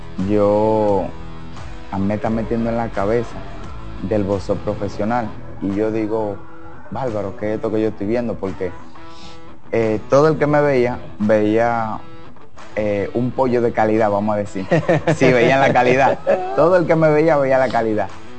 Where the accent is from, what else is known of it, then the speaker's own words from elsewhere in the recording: Dominican Republic; yo tengo que despertarme de madrugada en mi pueblo. Sí. Está casi a 3 horas de aquí.